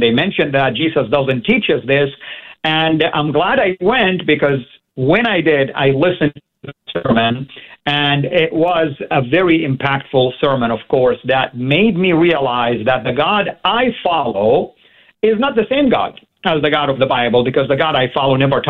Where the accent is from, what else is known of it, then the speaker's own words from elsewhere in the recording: Saudi Arabia; Everybody there knew I'm still a Muslim. I'm from Saudi.